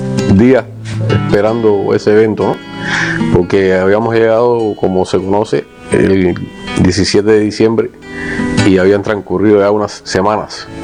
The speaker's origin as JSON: {"language": "Spanish", "country": "Cuba", "moved": "yes", "said": "él dice, ustedes son los cubanos, ¿no? Y digo, sí."}